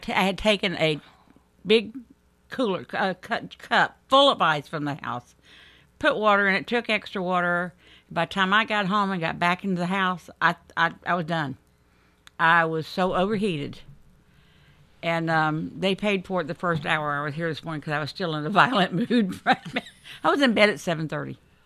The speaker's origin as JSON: {"language": "English", "country": "Ireland", "said": "I'm Irish. I'm a redhead. I don't do the beach. I grew up on fresh water, not salt water."}